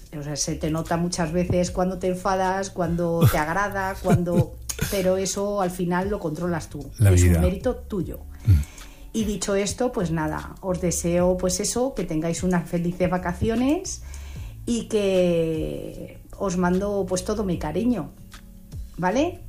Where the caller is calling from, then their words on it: Madrid, Community of Madrid, Spain; de Madrid.